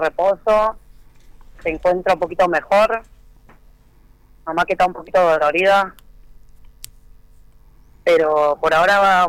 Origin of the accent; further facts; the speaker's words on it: Río Gallegos, Santa Cruz, Argentina; now in Buenos Aires, Argentina; yo vine hace 2 años yo que estoy acá en Buenos Aires, porque yo vine de Río Gallego